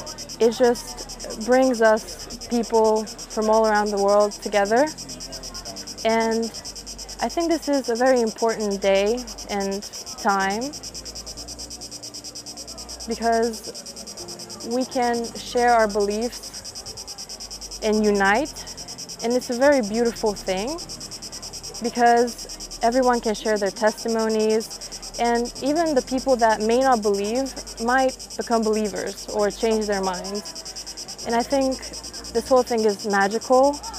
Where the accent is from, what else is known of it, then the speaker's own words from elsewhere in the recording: Romania; I come from Romania